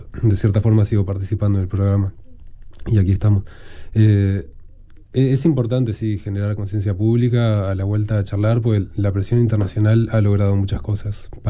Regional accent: Uruguay; es importante, sí, que como uruguayos hagamos nuestra parte

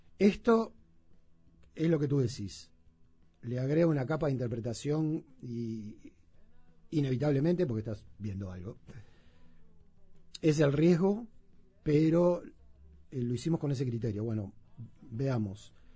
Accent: Montevideo, Uruguay; Yo vivía cerca de ahí. Como niño me crié en Villa Dolores.

